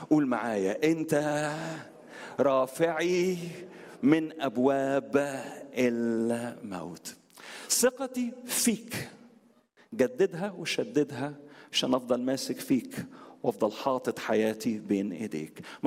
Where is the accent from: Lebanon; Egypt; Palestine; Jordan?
Egypt; Alexandria, Alexandria Governorate; عندنا في اسكندرية في سيدي بشر شارع الجمعية، شارع الجمعية، كنا احنا في شارع الشهيد